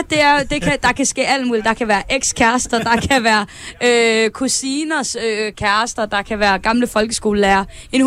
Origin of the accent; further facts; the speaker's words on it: Aarhus, Central Denmark Region, Denmark; born there; Jeg er jo fra Aarhus. Så der er også noget i, at sådan, det her, det er jo sådan min hjemmebane.